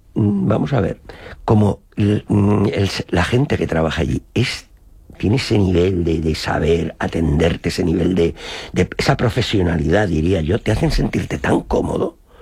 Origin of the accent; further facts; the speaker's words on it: Monóvar, Valencian Community, Spain; soy de Monóvar